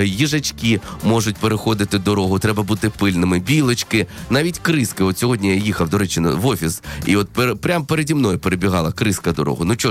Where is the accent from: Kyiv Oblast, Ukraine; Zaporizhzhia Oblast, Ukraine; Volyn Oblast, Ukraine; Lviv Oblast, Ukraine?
Zaporizhzhia Oblast, Ukraine; Zaporizhzhia; в Запоріжжі, в моєму рідному місті